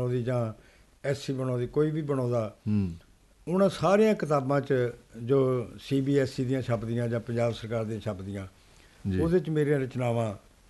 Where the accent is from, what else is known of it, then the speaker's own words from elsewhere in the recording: Chitti, Punjab, India; ਇਸ ਤੋਂ ਇਲਾਵਾ ਜੀ, ਅਸੀਂ ਕਲਸੀ ਸਾਹਿਬ ਵੱਖ ਵੱਖ ਸਮਿਆਂ 'ਤੇ ਆਪਣੇ ਪਿੰਡ ਚਿੱਟੀ ਵਿਖੇ ਨਾਟਕ ਖੇਡਿਆ ਜੀ।